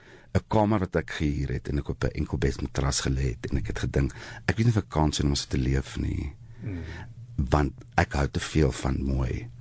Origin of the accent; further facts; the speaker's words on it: Memel, Free State, South Africa; also born or lived in Vrede; Ek is gebore en groot geword op Memel in die Vrystaat en ek was op Vrede in die skool. Ek is baie trots daarop. Dit is my baie lekker om te sê ek kom van daai wêreld af